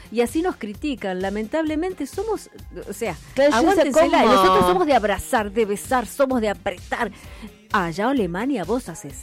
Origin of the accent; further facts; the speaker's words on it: Argentina; por más que somos argentinos, en el país vecino, nos dicen los che.